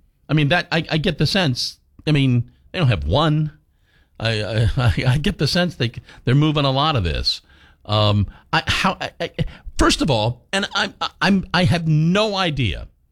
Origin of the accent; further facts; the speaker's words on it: Wichita, Kansas, United States; by the way, I'm here from Wichita, Kansas.